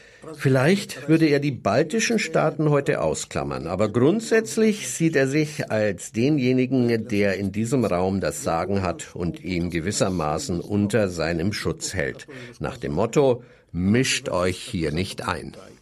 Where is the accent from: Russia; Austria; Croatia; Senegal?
Russia; moved away; Ich selbst bin aus Russland emigriert, weil ich nicht in einer Welt leben wollte, die sich Wladimir Putin ausgedacht hat.